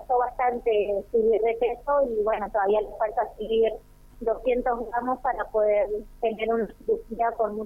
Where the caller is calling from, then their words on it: Río Gallegos, Santa Cruz, Argentina; Sí, somos de Río Gallegos.